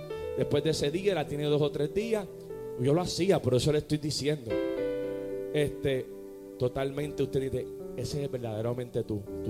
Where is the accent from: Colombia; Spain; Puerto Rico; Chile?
Puerto Rico; moved away; salí de Puerto Rico, iba para Centroamérica.